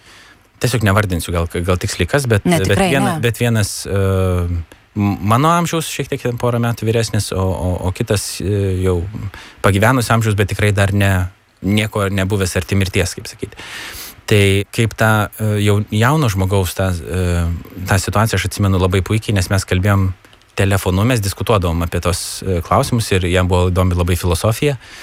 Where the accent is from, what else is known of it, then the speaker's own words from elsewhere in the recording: Mažeikiai, Telšiai County, Lithuania; mes mano gimtajame mieste Mažeikiuose organizavom šeštadienio kavinę.